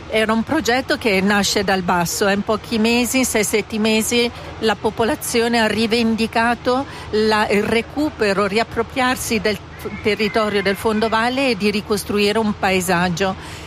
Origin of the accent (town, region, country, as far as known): Ticino, Switzerland; moved away as an adult; now in Airolo, Switzerland